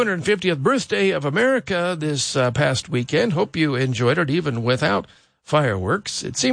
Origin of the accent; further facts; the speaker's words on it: Rye, Colorado, United States; I was in high school, and my hometown of Ray, Colorado, put on this huge pageant at the amphitheater